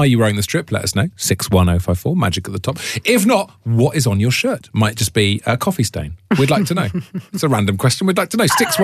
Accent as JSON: {"language": "English", "region": "Wales", "country": "United Kingdom", "said": "As a Welshman, absolutely fine, thanks."}